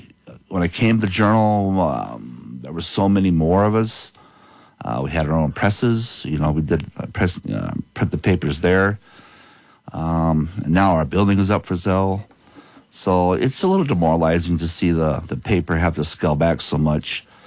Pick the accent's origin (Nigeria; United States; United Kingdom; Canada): United States; Michigan City, Indiana; now in Pennsylvania, United States; And then start off my career all over Indiana at my hometown paper, Michigan City, Indiana.